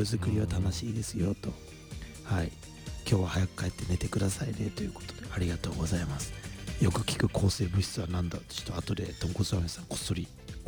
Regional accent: Kasumigaura, Ibaraki, Japan; そこから大橋渡った先、私の地元にはお城の外観の歴史博物館と小さいけれど意外と楽しい霞ヶ浦市水族館があります。

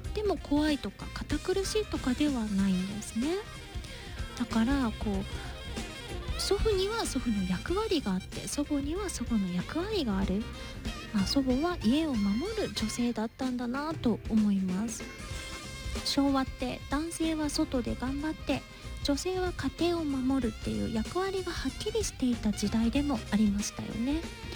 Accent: Tokushima, Japan; 私徳島ですが

